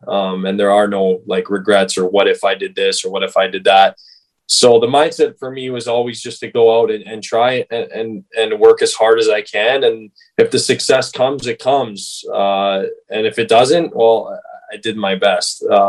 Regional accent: King City, Ontario, Canada; I'm from King City. We have a small local rink just by my house, like maybe a 2-3 minute walk away.

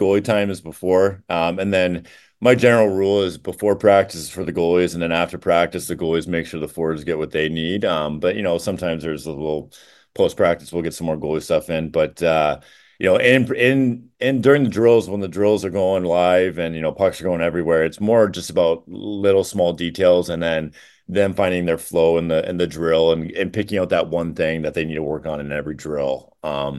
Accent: Janesville, Wisconsin, United States; She's from Rockford area. I was from Janesville.

